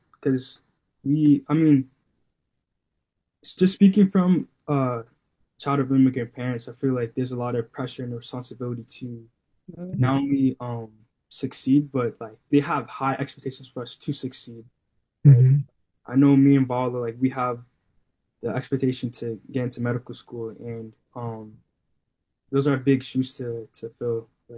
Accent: United States; born there; I'm an American born and they're both born in Haiti.

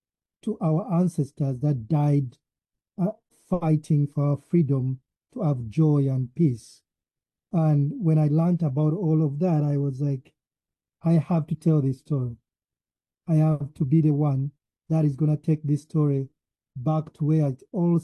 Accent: Uganda; born there; I was born in Uganda. I've lived in most parts of the world due to my journey with education.

